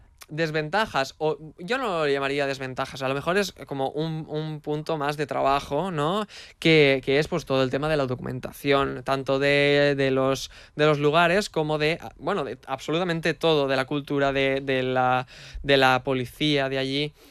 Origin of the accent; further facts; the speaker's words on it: Valencian Community, Spain; yo antes todo lo que había escrito había estado ambientado en mi pueblo de Valencia